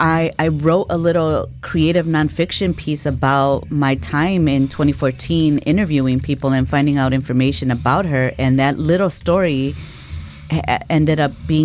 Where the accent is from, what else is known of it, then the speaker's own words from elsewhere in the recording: Chicago, Illinois, United States; I've said I'm Guatemalan. I've said I'm Guatemalan American. More often than not, I say I'm from Chicago of Guatemalan immigrant parents, right? And I start with the Chicago. Again, I'm Chicagoan through and through.